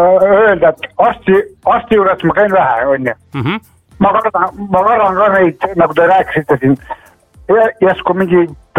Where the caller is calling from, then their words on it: Viljandi, Viljandi County, Estonia; Viljandist.